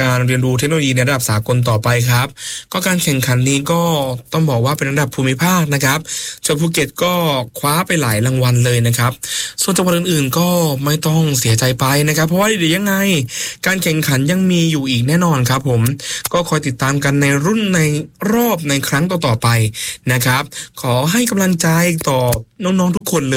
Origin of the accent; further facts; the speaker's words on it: Phuket, Thailand; ผมก็เป็นจังหวัดภูเก็ตของเรานี่แหละครับ